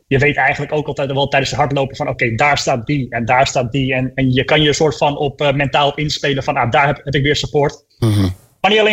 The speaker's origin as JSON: {"language": "Dutch", "town": "Almere", "region": "Flevoland", "country": "Netherlands", "tie": "born there", "said": "Ik bedoel, ik ben geboren in het Flevo ziekenhuis, een paar honderd meter van de start en de finish vandaan, zeg maar."}